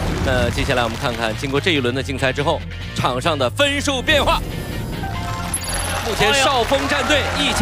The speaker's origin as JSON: {"language": "Chinese", "country": "China", "said": "这我觉得真的是我们中国人这种智慧啊，这种想象力"}